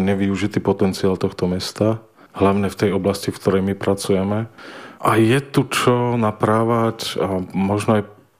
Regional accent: Bardejov, Prešov Region, Slovakia; Ja som Bardejovčan.

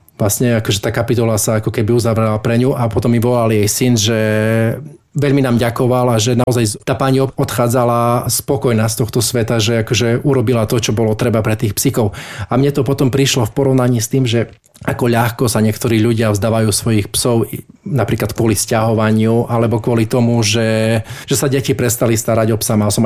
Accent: eastern Slovakia, Slovakia; u nás na východe

